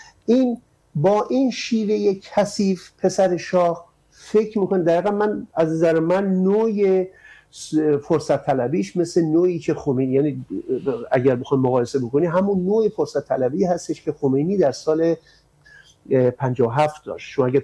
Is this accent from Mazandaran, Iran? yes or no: yes; Amol, Mazandaran, Iran; ما توی شهر خودمون، من مال آمولم توی مازندران، ببینین اون موقع ما جوونا تمام هر کسی امنیت محل خودش رو به عهده گرفته بود.